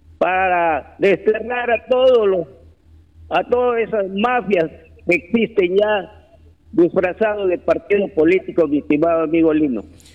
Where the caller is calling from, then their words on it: Chiclayo, Lambayeque, Peru; yo vivo en Chiclayo, mi trabajo es en Chiclayo, bueno, y de vez en cuando yo voy a Olmos porque ahí tengo mi familia, tengo mis hermanos, casi la mayoría de familiares están ahí en Olmos.